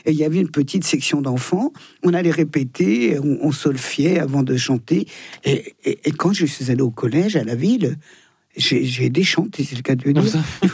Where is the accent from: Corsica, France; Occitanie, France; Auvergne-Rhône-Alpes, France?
Auvergne-Rhône-Alpes, France; Thonon-les-Bains; born there; Je suis née à Thonon.